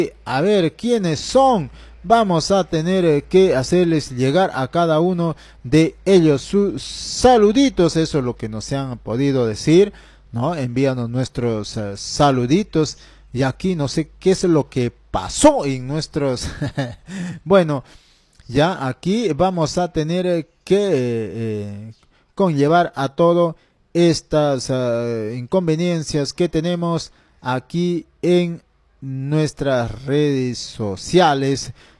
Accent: Peruvian Amazon, Peru; yo desde 1978 yo he llegado aquí a la selva y aquí me he criado desde la edad de 4 años.

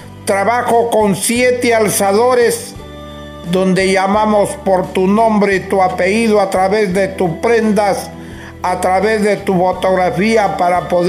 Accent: northern Peru, Peru; Gracias le doy a la Santísima Cruz Bendita de Motupe, como buen norteño que soy.

